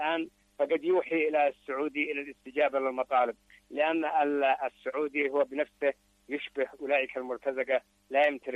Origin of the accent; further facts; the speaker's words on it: Yemen; كما تحدثت المسؤولون عندنا في صنعاء